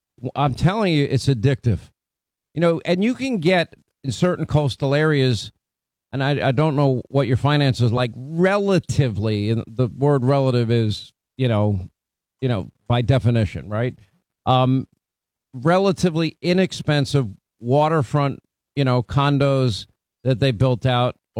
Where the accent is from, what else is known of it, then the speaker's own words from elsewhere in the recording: New York, United States; where I grew up in Long Island, you know, we'd go to places, a place called Jones Beach or Point Lookout Beach